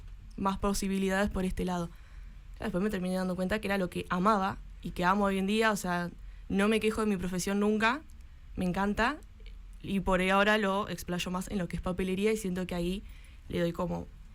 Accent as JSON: {"language": "Spanish", "town": "Médanos", "region": "Buenos Aires", "country": "Argentina", "tie": "born or raised there", "said": "yo soy de Médanos, mi papá tenía la imprenta en Médanos"}